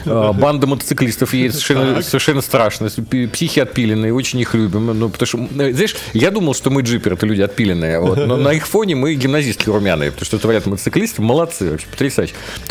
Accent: Moscow, Russia; born there; moved away as an adult; now in Vladimir Oblast, Russia

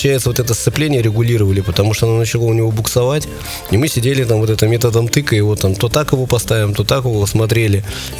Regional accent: Saint Petersburg, Russia; Мы сказали, что с Питера.

